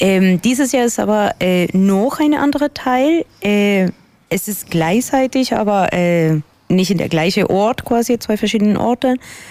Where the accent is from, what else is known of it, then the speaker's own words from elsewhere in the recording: Colombia; German is a second language; moved away as an adult; now in Weimar, Germany; also ich bin … ich komme aus Kolumbien, wohne seit 10 Jahren in Deutschland, ganz genau in Weimar.